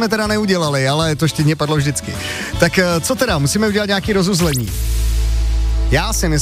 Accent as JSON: {"language": "Czech", "town": "Plzeň", "region": "Plzeň Region", "country": "Czechia", "said": "to u nás jako na západě Čech vždycky fungovalo. Já jsem z Plzně"}